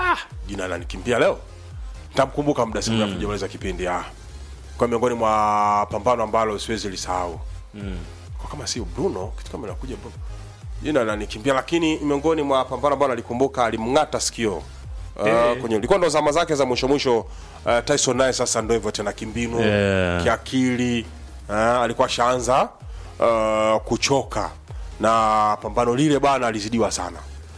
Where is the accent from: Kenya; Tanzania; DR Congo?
Tanzania; kama Mtanzania